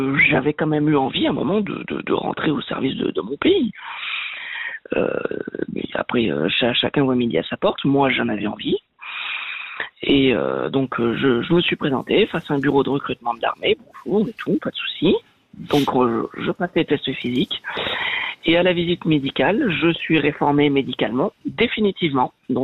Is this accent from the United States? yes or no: no; France; Moi, je suis de nationalité française, je suis français.